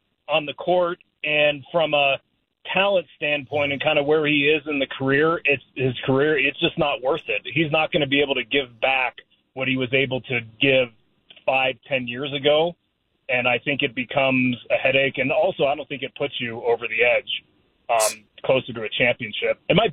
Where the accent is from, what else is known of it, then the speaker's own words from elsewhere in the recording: Ohio, United States; moved away; I grew up in Northeast Ohio, about 45 minutes from Akron